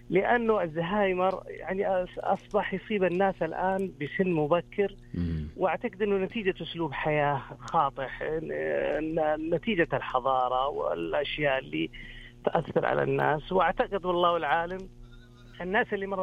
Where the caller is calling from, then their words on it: Medina, Medina Province, Saudi Arabia; من المدينة منورة.